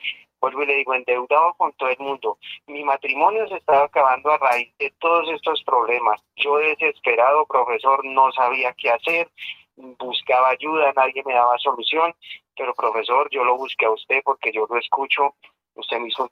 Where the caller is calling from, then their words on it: Bogotá, Colombia; Aquí, Bogotá, del barrio Kennedy